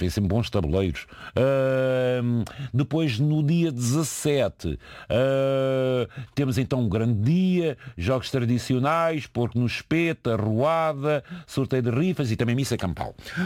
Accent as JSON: {"language": "Portuguese", "town": "Casal dos Revelhos", "region": "Santarém", "country": "Portugal", "tie": "born or raised there", "said": "na minha terra natal, casal de Revelhos, ao Ferreira de Abrantes."}